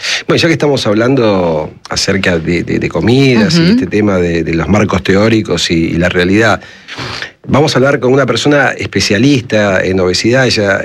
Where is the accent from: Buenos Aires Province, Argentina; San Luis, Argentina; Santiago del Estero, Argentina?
Buenos Aires Province, Argentina; Luján; yo vivía en un barrio, vos también sos de Luján